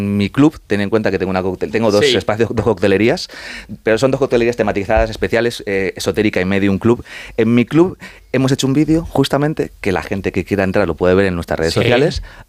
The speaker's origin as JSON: {"language": "Spanish", "region": "Community of Madrid", "country": "Spain", "said": "La verdad es que yo estoy un poco dividido, porque fíjate, mis padres son argentinos, yo soy madrileño."}